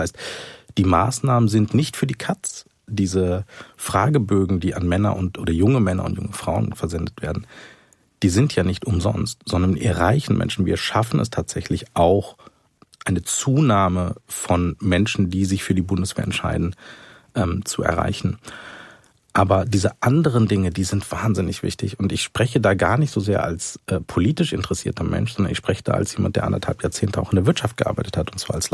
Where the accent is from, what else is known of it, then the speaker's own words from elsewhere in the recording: West Germany, Germany; als Westdeutsche, die sehr lange in Frieden, Freiheit und Wohlstand gelebt haben.